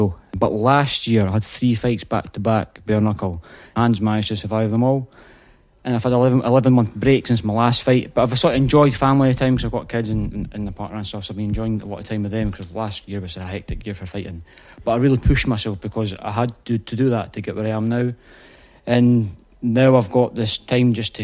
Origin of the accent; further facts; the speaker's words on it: Edinburgh, Scotland, United Kingdom; I like to put Leaf on the map as much as I can because I grew up in that place all my life, and it's a special place, a very special place.